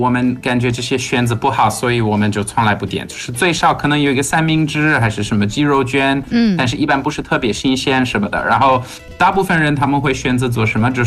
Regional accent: South Africa; 我小时候在南非，我经常从约翰内斯堡飞到开普敦去看亲戚

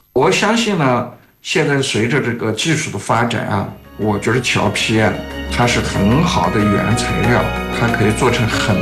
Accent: China; 我们作为侨乡人，我们作为中国人，我们通过华侨华人的这些故事

